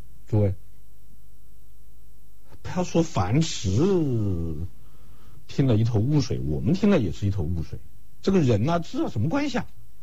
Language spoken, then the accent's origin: Chinese; China; 我们中国人的这个学习方式和现在是不一样的